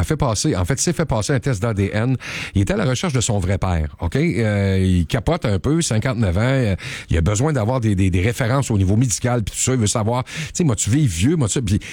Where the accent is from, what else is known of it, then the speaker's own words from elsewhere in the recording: Quebec, Canada; chez nous en Outaouais